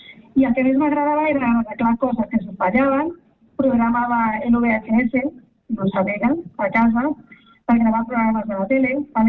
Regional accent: Ripollet, Catalonia, Spain; vaig estudiar a l'EGB Estudios Nobel, el millor col·legi, la millor escola de Ripollet.

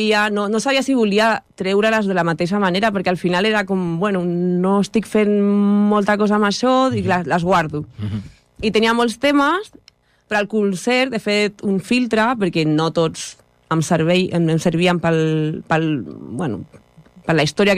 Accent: Ripollet, Catalonia, Spain; jo soc de Ripollet i no em moure de Ripollet

